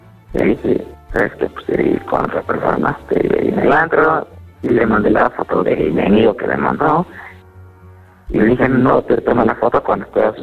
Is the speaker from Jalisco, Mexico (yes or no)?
no; Puebla, Mexico; Sí, claro, soy de Puebla.